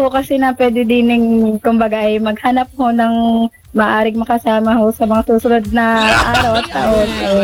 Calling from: Quezon, Philippines; Taga Quezon po ako ho.

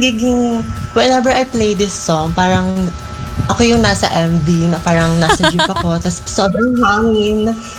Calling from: Pasig, Metro Manila, Philippines; I am from Pasig.

